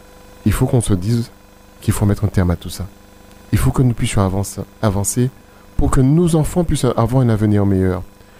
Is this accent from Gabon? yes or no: no; Martinique; je suis en Martinique. Mm-hmm. Je suis martiniquais.